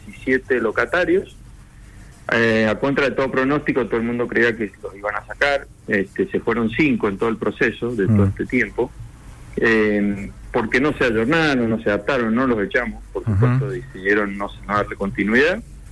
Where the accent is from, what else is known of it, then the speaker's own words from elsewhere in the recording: Argentina; now in Cuyo, Argentina; soy el representante de la Unión Industrial Argentina acá en Cuyo